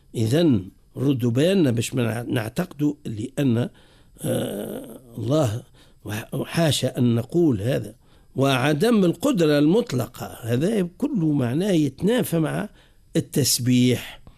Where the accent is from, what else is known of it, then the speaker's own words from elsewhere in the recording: Tunisia; احنا عندنا في تونس